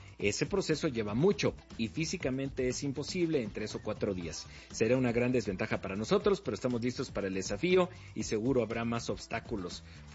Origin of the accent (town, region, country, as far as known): Mexico